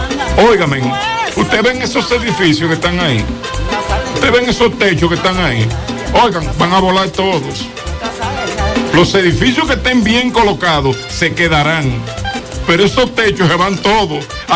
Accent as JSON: {"language": "Spanish", "region": "San Cristóbal", "country": "Dominican Republic", "tie": "born or raised there", "said": "donde yo me crié y nací."}